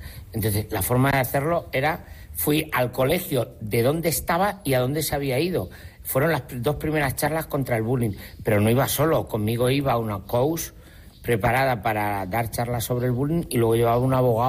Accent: El Bonillo, Castilla-La Mancha, Spain; Claro, nací en el Bonillo, manchego, por eso digo que encima me siento como en casa, en un pueblo de estos, de que la gente es como yo me he criado de toda la vida, son gente de pueblo

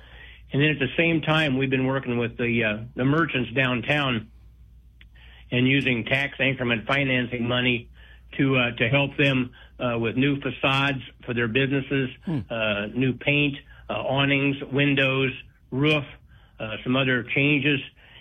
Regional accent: Paxton, United States; I was born in Paxton, raised in Paxton. My mother is 96 years old. She still lives on the other side of town.

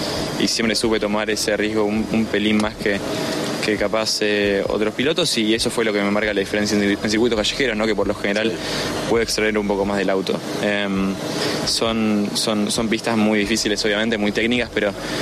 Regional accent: Argentina; demostrar que soy argentino, que estoy muy, muy orgulloso de serlo

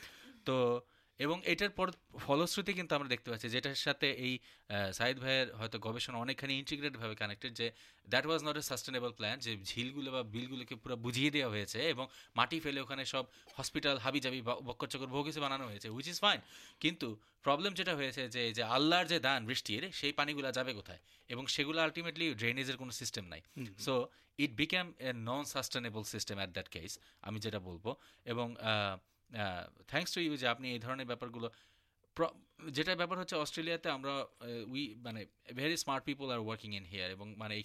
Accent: Dhaka, Dhaka Division, Bangladesh; আমার বেড়ে ওঠা হয়েছিল হচ্ছে বাসাবো, কমলাপুর, মায়াকানন এরিয়াগুলোতে

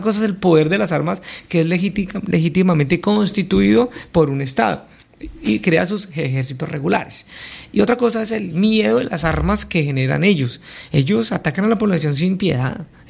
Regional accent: Bogotá, Colombia; accent: rolo; soy de Bogotá y a veces se me sale ese, el dialecto rolo.

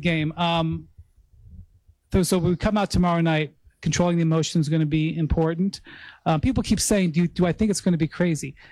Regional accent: New York, United States

